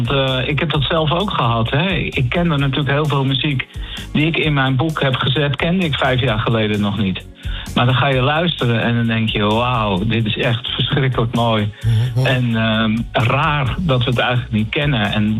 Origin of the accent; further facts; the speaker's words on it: Hillegom, South Holland, Netherlands; Ik kom uit Hillegom